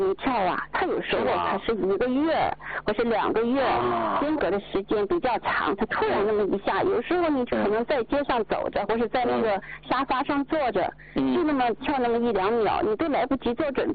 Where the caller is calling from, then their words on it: Yantai, Shandong, China; 我是来自山东烟台的哈。